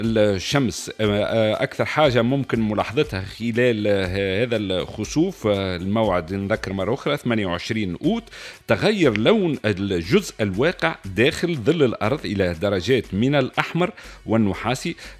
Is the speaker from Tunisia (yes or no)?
yes; Tunisia; بلادنا تونس